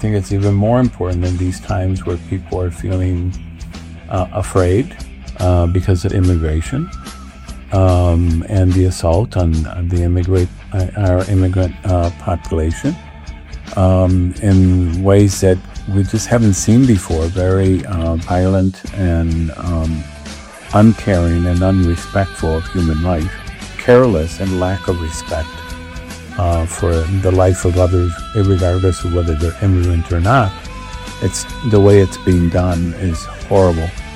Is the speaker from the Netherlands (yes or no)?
no; Chicago, Illinois, United States; I grew up here in Pilsen, down the street, but I've been in many places since then.